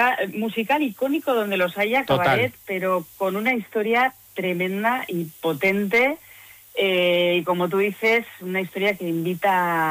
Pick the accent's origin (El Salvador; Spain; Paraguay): Spain; Basque Country; cómo somos los vascos, ¿eh?